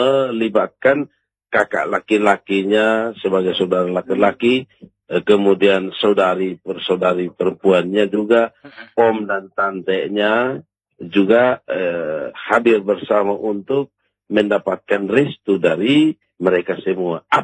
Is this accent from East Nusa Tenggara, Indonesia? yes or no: yes; Tunbaun, East Nusa Tenggara, Indonesia; Posisi saya sementara di kampung saya di Desa Tunbaun.